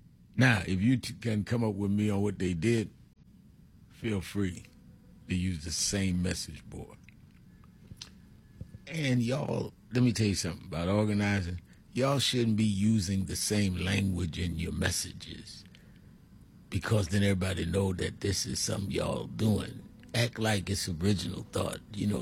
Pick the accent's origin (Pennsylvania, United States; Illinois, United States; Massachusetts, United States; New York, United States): New York, United States; I grew up … right here in New York.